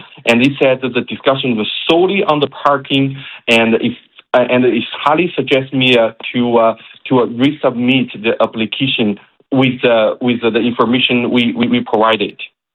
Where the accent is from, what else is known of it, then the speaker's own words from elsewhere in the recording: China; English is a second language; moved away as an adult; now in St. John's, Canada; I think as a newcomer, you know, I'm originally from China